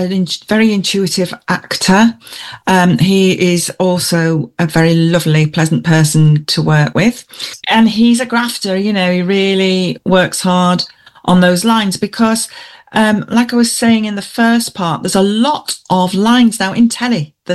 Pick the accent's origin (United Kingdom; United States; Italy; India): United Kingdom; Yorkshire and the Humber; also born or lived in Esholt; now in North West England, United Kingdom; I'm from Yorkshire originally, and but I've lived this side of the Pennines for a very long time now.